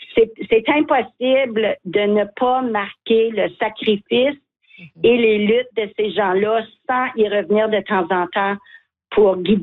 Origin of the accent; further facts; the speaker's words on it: Mattawa, Ontario, Canada; moved away; moi, je viens de Matawa.